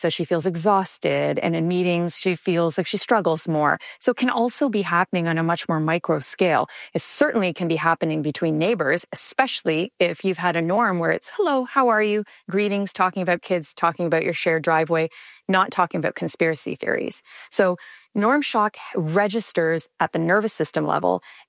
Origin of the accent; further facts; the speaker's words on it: Canada; I'm a Canadian